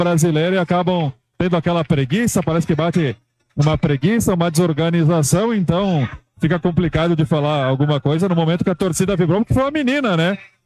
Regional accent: Brazil; Eu, como bom brasileiro

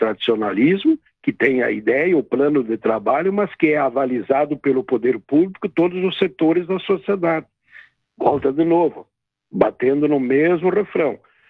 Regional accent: Nova Prata, Rio Grande do Sul, Brazil; eu tenho Nova Prata como a minha casa, é a minha terra.

